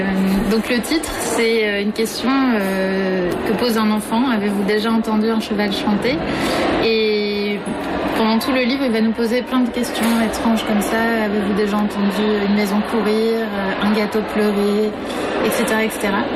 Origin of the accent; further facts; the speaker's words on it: Marseille, Provence-Alpes-Côte d'Azur, France; je viens de France, de Marseille